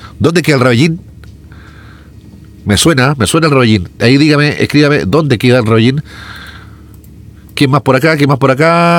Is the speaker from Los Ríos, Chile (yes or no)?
yes; Valdivia, Los Ríos, Chile; yo soy valdiviano, no me ubico nada. Yo sé que vivo en Barrios Bajos.